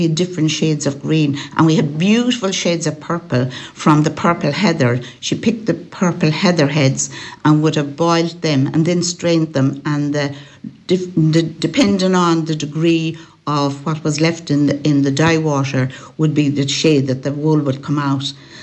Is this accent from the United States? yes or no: no; Bundara, Connacht, Ireland; also born or lived in Tuam; Yes, I'm a Galway girl. I was born in Tuam and I grew up in Bundara Hallina in County Galway, which actually is inside the border of Mayo.